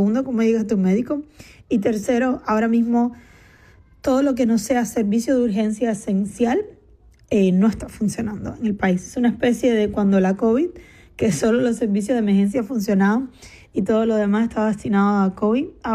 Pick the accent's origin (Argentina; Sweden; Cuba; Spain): Cuba; soy una periodista cubana